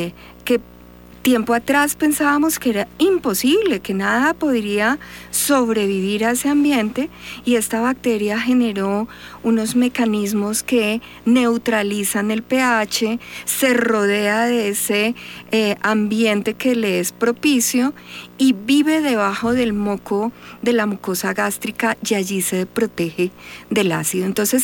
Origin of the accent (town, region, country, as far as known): Colombia